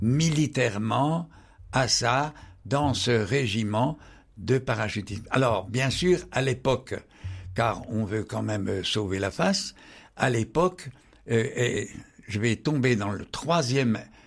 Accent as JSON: {"language": "French", "town": "Dampierre", "region": "Bourgogne-Franche-Comté", "country": "France", "tie": "born or raised there", "said": "je suis né à Dampierre, dans le Jura"}